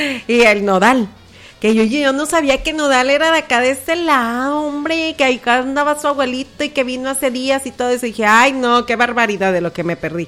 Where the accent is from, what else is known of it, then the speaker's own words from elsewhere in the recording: Mexico; ella no nos representa como mexicanos, ¿sale?